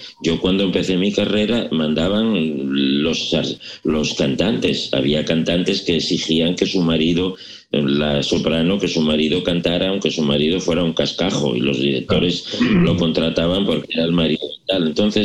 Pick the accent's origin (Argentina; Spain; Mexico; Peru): Spain; Asturias; como dicen en mi tierra, en todos los sitios cuecen faves, que yo soy asturiano